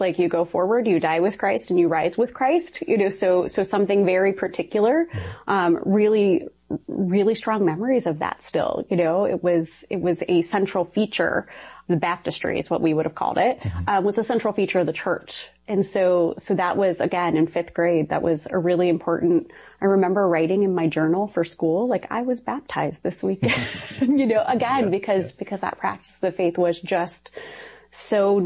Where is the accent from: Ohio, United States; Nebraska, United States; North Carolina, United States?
Ohio, United States; So I grew up in a very rural part of Ohio, and my family, we were churchgoers.